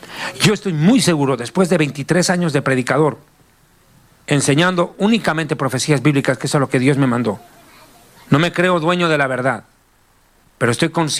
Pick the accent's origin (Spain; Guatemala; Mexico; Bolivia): Bolivia; Aprovecho de mandar un saludo a todas las madres bolivianas. En mi país es el Día de la Madre.